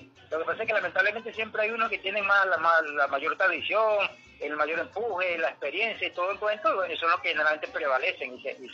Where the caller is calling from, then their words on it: Venezuela; Desde el sector Andrés Eloy Blanco.